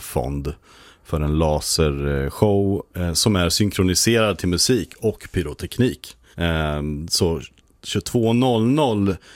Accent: Norrköping, Östergötland, Sweden; ta min erfarenhet till min hemstad

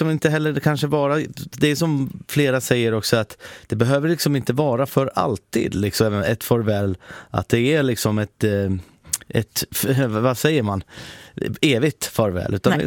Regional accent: Finland; att Finland var ju mitt hemland, men jag längtar dit, men det skulle vara väldigt komplicerat att flytta dit. Det skulle inte gå. Mina barn pratar inte finska.

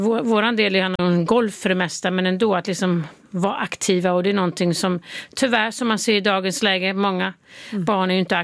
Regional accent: Sweden; now in United States; Ja, jag är fortfarande svensk medborgare. Det måste jag tala om. Barnen är ju svensk medborgare också, så försöker hålla den kontakten.

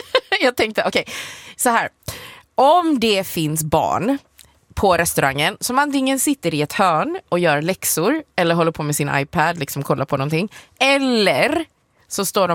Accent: Hong Kong; Så jag är från Hongkong.

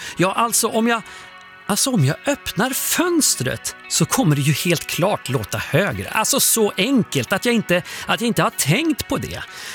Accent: Sweden; en vårkänsla från min uppväxt där i Övertorp. Mm. Året, det är 1989. Jag är 14 år

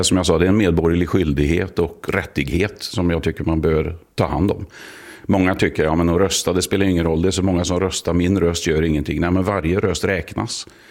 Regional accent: Sweden; moved away as an adult; also born or lived in Germany; now in England, United Kingdom; Jag är svensk, i grund och botten svensk. En gång svensk, alltid svensk. Mm. Jag tillfälligt bor utomlands bara. Sen, det är 30 år sedan jag flyttade från Sverige faktiskt. Jag flyttade först till Tyskland och sen till England.

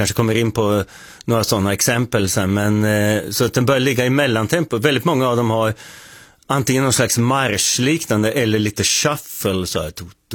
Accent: Åtvidaberg, Östergötland, Sweden; Jag är från Åtvidaberg, så jag är från Götaland.

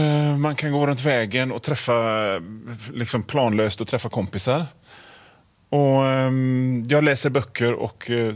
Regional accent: Hönö, Västra Götaland County, Sweden; moved away; Jag är född alltså, i Göteborgs norra skärgård. Så finns det en kommun som heter Öckerö kommun. Och då ingår en massa öar i den kommunen. Och en av de öarna är Hönö. Och den ön där jag brukar vara på nu på sommaren, det är Rörö. Den ligger liksom längst ut.

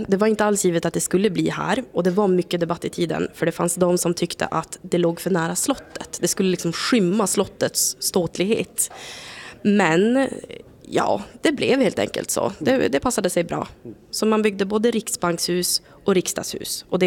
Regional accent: Luleå, Norrbotten County, Sweden; now in Stockholm, Sweden; jag är från Norrbotten, Luleå, men har bott här ett tag nu.

